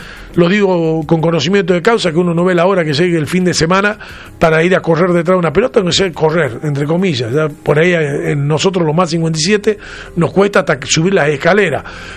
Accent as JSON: {"language": "Spanish", "country": "Argentina", "said": "cuando somos unos argentinos que siempre hemos estado... A ver, yo vivía en el Pasaje García 1570, Villa 9 de Julio, entre Perú y Paraguay."}